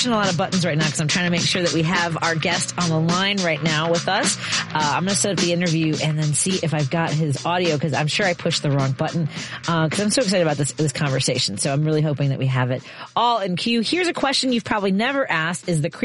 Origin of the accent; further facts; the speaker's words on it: Chicago, Illinois, United States; I grew up in Chicago